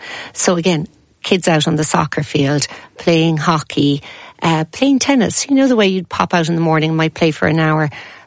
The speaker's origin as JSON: {"language": "English", "country": "Ireland", "said": "we're fair, we're Irish."}